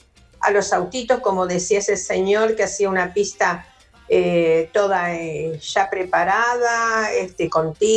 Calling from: Buenos Aires, Argentina; de Pompeya.

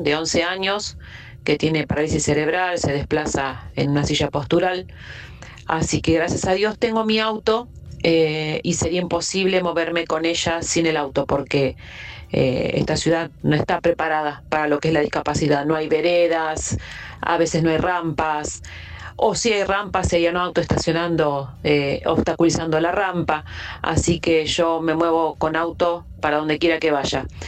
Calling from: Gregorio de Laferrere, Buenos Aires Province, Argentina; de la Ferrere

